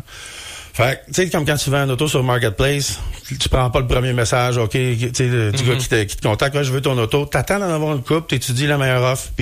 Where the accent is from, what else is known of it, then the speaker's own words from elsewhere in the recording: Quebec, Canada; moi en plus, moi je suis un Québécois, hein